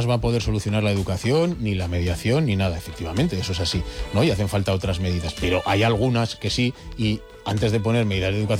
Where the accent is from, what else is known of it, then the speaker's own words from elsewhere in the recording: Spain; Y cuando yo era crío, que yo soy de las Delicias, antes de que existiera el parque